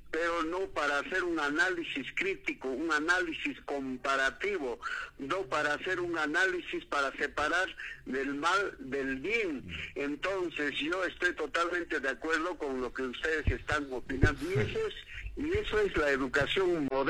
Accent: Peru

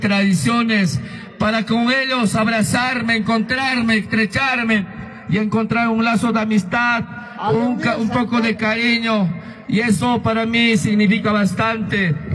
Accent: Chumbivilcas, Cusco, Peru; servir a mi tierra

